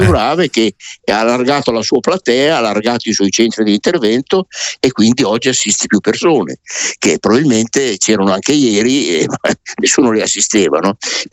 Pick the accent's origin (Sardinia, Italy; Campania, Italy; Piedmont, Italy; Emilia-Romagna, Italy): Emilia-Romagna, Italy; Io ovviamente sono emiliano romagnolo e quindi vado sempre vicino a casa.